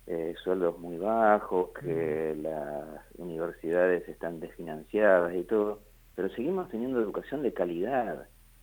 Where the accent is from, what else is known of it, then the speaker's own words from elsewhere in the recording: Argentina; lo que somos como argentinos, ¿no?